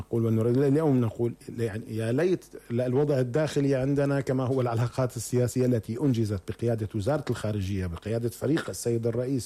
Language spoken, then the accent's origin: Arabic; Syria